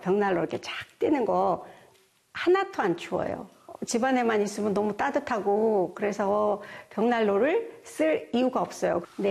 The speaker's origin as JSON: {"language": "Korean", "town": "Jongno-gu", "region": "Seoul", "country": "South Korea", "tie": "born there", "said": "사실은 뭐 저는 종로구에서 태어난 사람이고 자연하고는 별로 인연이 없이 한 번도 경험해 본 적이 없는 그런 사람인데"}